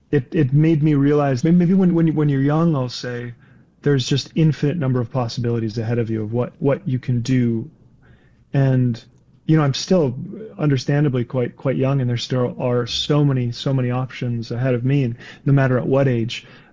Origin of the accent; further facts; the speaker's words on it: Winnipeg, Manitoba, Canada; moved away; I had spent the pandemic years back home in Winnipeg, living in the West End